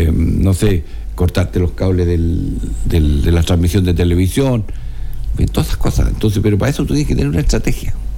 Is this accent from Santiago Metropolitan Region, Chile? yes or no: no; Talcahuano, Biobío, Chile; Yo soy de Talcahuano